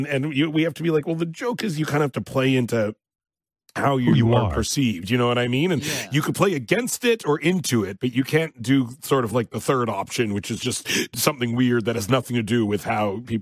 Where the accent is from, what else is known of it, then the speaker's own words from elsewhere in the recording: Canada; As a Canadian